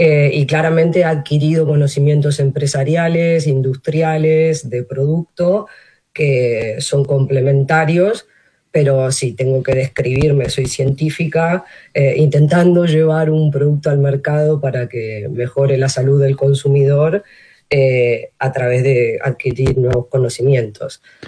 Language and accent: Spanish; Argentina; moved away as an adult; also born or lived in Sweden / Denmark / Switzerland; yo soy originalmente de Argentina, pero ya hace 14 años vine a especializarme a Europa, estudié en Suecia, en Dinamarca y por último hice mi doctorado en Suiza